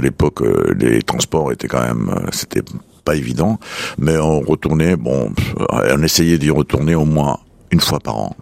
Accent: Montreux, Vaud, Switzerland; now in Lyon, France; je venais du lac Léman, de Montreux, qui était vraiment la rivière à Suisse

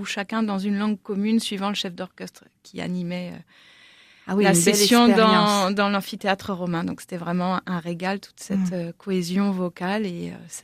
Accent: Pays de la Loire, France; Et là où j'ai grandi, en Mayenne également

